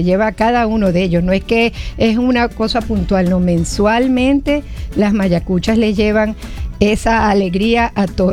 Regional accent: Maracaibo, Zulia, Venezuela; also born or lived in Miami; somos maracuchas que vivimos en Miami o que vivimos en Maracaibo

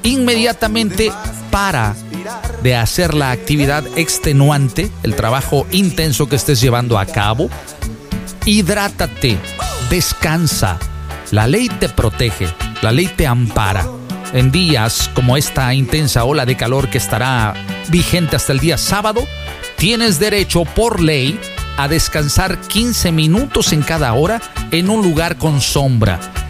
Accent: Veracruz, Mexico; yo soy de oro, y yo soy jarocho.

